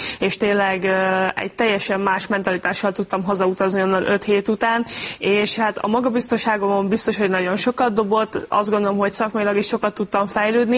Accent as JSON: {"language": "Hungarian", "town": "Kőszeg", "region": "Vas", "country": "Hungary", "moved": "yes", "lives_now": "Budapest, Hungary", "said": "például Kőszegen, a kis városban, ahonnan jöttem"}